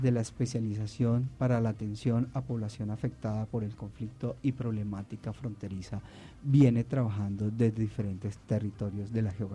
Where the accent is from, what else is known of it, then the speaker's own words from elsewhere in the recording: Colombia; nosotros como colombianos